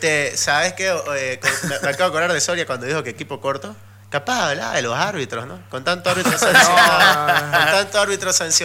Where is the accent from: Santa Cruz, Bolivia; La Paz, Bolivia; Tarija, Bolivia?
Santa Cruz, Bolivia; Yo soy Camba, hijo.